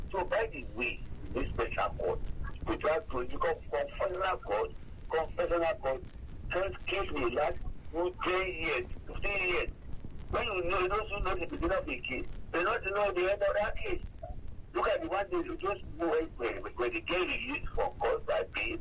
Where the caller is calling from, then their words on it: Lagos, Nigeria; I'm calling you from Oshodi this morning.